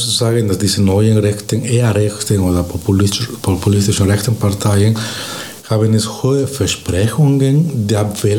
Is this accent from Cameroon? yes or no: no; Bolivia; Und aber früher habe ich auch in Bolivien, wo ich herkomme, habe ich in Bolivien Politikwissenschaft auch in meinem Bachelor studiert